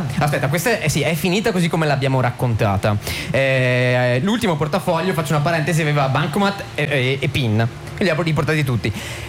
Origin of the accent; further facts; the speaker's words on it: Veneto, Italy; noi in Veneto siamo esentati